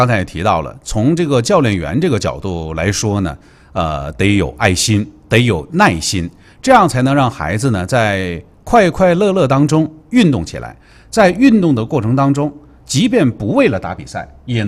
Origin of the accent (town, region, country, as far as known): Northeast China, China